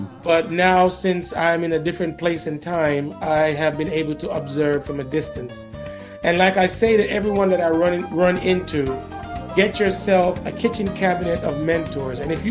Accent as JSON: {"language": "English", "country": "Jamaica", "said": "I'm from Jamaica and I'm old fashioned."}